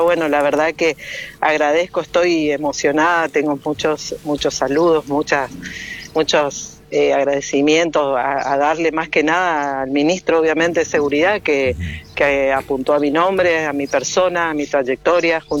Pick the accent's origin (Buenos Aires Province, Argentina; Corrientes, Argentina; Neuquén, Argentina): Corrientes, Argentina; Bella Vista; yo soy oriunda de Bellavista